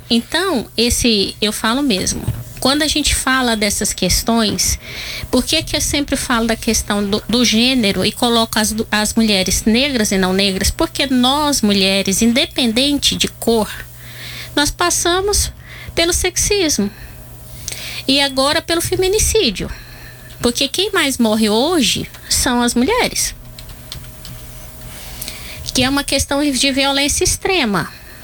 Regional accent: Anápolis, Goiás, Brazil; minha família veio da roça para a cidade, veio para Anápolis muito tempo atrás. Então eu nasci aqui em Anápolis

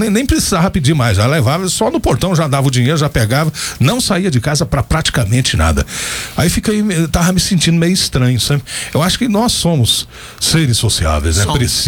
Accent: Ceres, Goiás, Brazil; born there; now in Anápolis, Brazil; sou cearense também, nasci em Séries.

